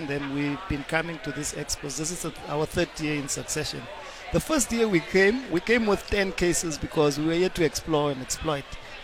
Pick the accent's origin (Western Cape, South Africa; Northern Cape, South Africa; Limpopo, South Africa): Northern Cape, South Africa; I'm from the Northern Cape originally.